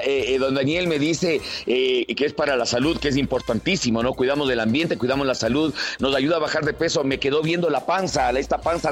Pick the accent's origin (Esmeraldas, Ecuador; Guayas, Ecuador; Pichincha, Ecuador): Pichincha, Ecuador; Quito; soy quiteño, porque amo esta ciudad y porque quiero lo mejor para mi ciudad.